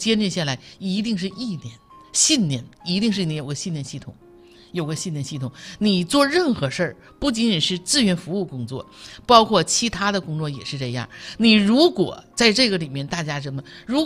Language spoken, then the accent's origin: Chinese; Northeast China, China; accent: Northeastern Mandarin; 这是咱东北话哈，